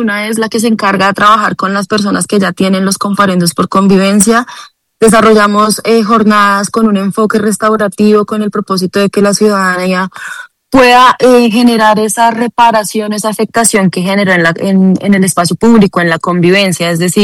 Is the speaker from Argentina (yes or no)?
no; Bogotá, Colombia; Nosotros como ciudadanos, como bogotanos, debemos también saber que las acciones que nosotros tenemos